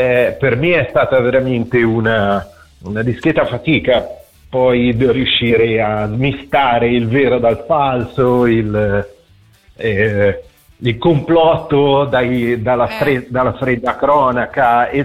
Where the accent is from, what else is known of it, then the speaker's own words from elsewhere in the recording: Genoa, Liguria, Italy; persone siamo sono di Genova, noi siamo un po' più distaccati, diciamo così.